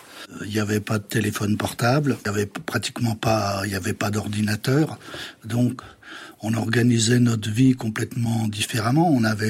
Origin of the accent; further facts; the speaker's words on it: Dijon, Bourgogne-Franche-Comté, France; je viens de Dijon